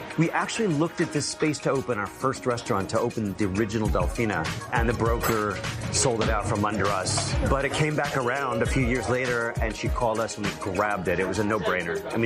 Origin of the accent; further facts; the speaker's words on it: New York, United States; Annie's from Philly, I'm from New York, and grew up with New York pizza, Philly pizza.